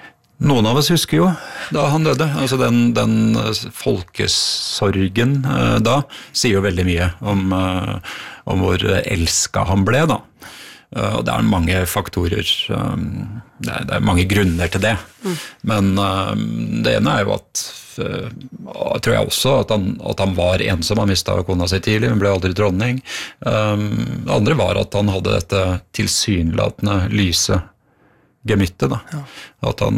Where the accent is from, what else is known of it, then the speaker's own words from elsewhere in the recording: Bjerkvik, Nordland, Norway; Jeg hadde 4 år av barndommen i Bjerkvik, innerst i Ofotfjorden.